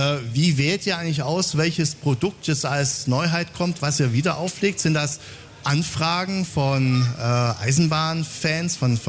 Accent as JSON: {"language": "German", "town": "Geislingen an der Steige", "region": "Baden-Württemberg", "country": "Germany", "tie": "born or raised there", "said": "Ich bin in Geisling an der Steige aufgewachsen."}